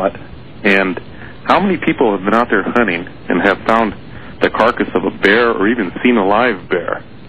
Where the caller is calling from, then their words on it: Oregon, United States; in Oregon.